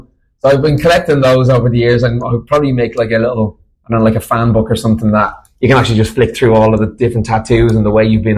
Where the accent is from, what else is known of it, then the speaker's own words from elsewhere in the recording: Ireland; we're Irish